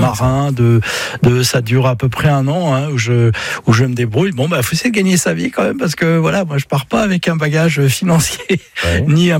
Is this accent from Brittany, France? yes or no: yes; Brittany, France; je suis breton, et puis je le ressens profondément, c'est donc voilà, de la vallée de la Rance, juste derrière Saint-Malo